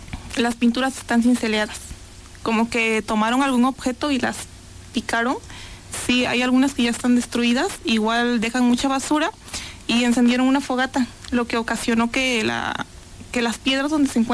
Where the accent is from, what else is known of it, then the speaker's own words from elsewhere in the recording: Santo Domingo Tonalá, Oaxaca, Mexico; Nosotros venimos del municipio de Santo Domingo Tonalá.